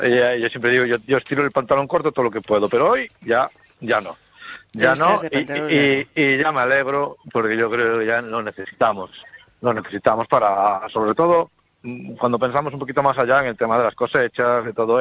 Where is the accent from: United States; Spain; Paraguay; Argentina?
Spain; Galicia; nos explicó Galicia en 7 objetos, y yo salí de esa conferencia pensando, joder, qué bonita es mi tierra, cuántas cosas tenemos, qué bonita es la historia